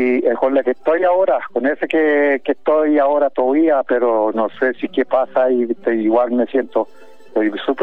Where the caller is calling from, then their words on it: Araucanía, Chile; Yo soy acá de Temuco a la Cordillera, viendo ahí Calma.